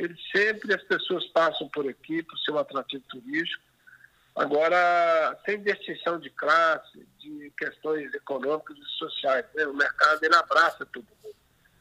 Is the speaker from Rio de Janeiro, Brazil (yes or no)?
no; Minas Gerais, Brazil; E dá certo, né? Como um bom mineiro acaba dando certo.